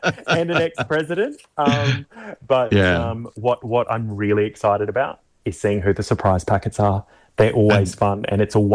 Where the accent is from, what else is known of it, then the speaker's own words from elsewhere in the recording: Australia; As an Australian rugby tragic